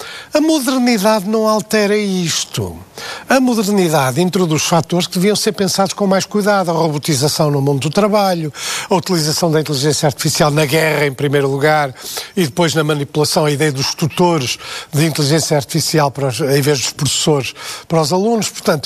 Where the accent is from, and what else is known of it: Porto, Norte, Portugal; born or raised there